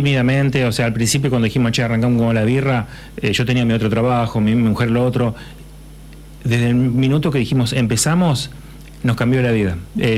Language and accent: Spanish; Argentina; en Argentina estamos pasando un momento complicado.